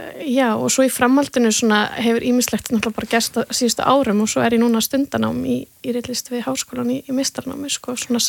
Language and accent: Icelandic; South Region, Iceland; also born or lived in Westfjords; En ég er að sunnan og fór svona með allir semingi, ég þurfti að fara heima, veist